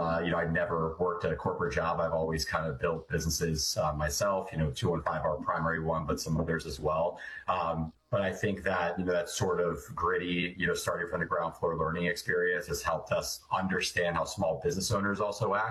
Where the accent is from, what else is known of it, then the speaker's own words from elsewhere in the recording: Pennsylvania, United States; Southeastern PA. I'm the youngest of four.